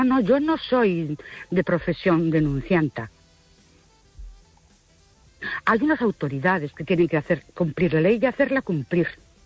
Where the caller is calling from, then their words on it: Ourense, Galicia, Spain; de Ourense.